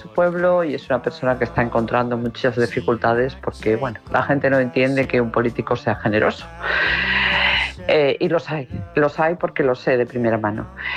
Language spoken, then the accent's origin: Spanish; Cantabria, Spain; now in Seville, Spain; Soy cántabra en Sevilla.